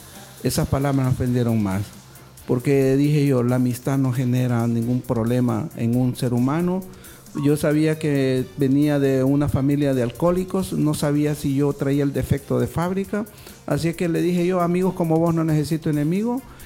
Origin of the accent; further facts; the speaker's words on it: Tegucigalpa, Francisco Morazán, Honduras; yo soy nativo de la ciudad de Tegucigalpa, criado ahí en el pavimento